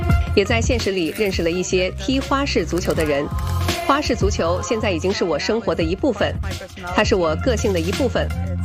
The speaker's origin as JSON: {"language": "Chinese", "country": "Morocco", "tie": "born or raised there", "said": "我来自摩洛哥，从小就和朋友们在街头巷尾踢球"}